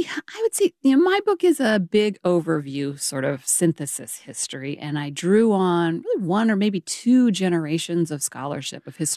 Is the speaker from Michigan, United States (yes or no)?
no; Arkansas, United States; So I think growing up in Arkansas, I had really great history teachers, and I learned a lot about the history of Black and white in Arkansas